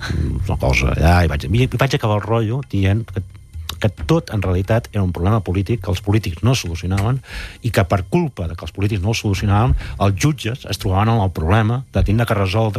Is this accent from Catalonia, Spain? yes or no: yes; Sabadell, Catalonia, Spain